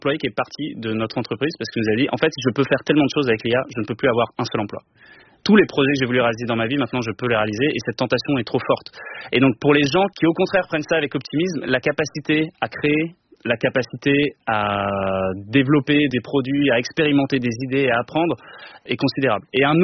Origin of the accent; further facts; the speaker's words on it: France; en tant que Français européens